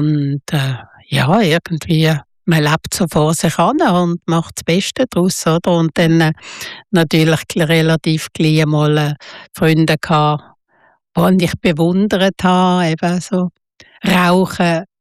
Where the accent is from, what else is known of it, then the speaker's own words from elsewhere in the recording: Basel, Basel-Stadt, Switzerland; Das ist so Jugendhauszeit gewesen und ich bin in Basel aufgewachsen, oder?